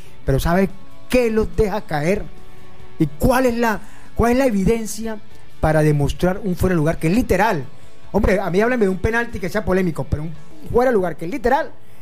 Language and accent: Spanish; Colombia; somos malos perdedores como colombianos